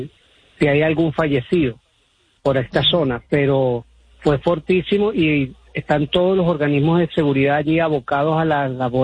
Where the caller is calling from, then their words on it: Caracas, Miranda, Venezuela; Yo estoy en Altamira, en la Floresta.